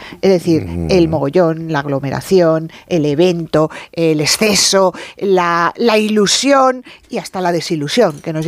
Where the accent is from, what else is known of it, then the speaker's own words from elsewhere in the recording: Madrid, Community of Madrid, Spain; Bueno, yo es que como soy de Madrid, yo Madrid lo tengo que celebrar todos los días.